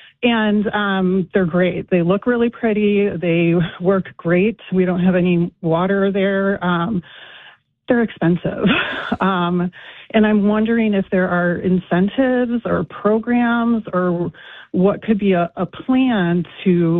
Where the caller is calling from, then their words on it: Western Springs, Illinois, United States; We live in a really old house in Western Springs